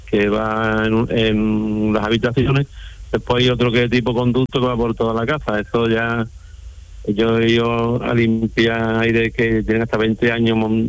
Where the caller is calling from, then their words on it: Málaga, Andalusia, Spain; Málaga capital.